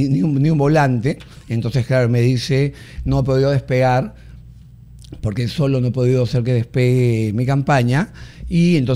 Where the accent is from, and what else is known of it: Peru; also born or lived in Magdalena, Lima / Tumbes